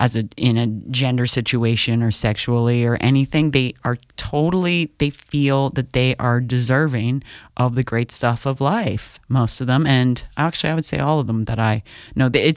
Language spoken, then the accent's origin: English; Prince Edward County, Ontario, Canada; A lot of them are like a local Prince Edward County population. I grew up in South End, Prince Edward County, eighth mm-hmm. generation from, farm fields.